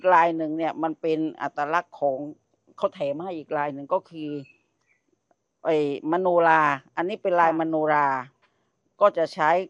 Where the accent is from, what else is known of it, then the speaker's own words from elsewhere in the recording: Ko Samui, Surat Thani, Thailand; หนึ่งก็คือมันก็เป็นความภาคภูมิใจนะว่าเราก็เป็นคนเกาะสมุยดั้งเดิมแล้วเราก็อยู่ในพื้นที่ที่มันเป็นอันดับโลกใช่ไหม